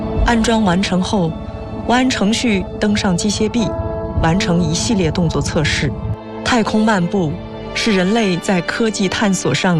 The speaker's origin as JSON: {"language": "Chinese", "country": "China", "said": "我们中国人"}